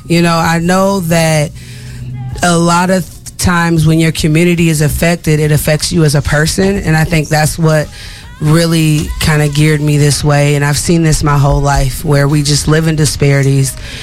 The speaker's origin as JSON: {"language": "English", "town": "St. Paul", "region": "Minnesota", "country": "United States", "tie": "born or raised there", "said": "So I grew up right here in St. Paul"}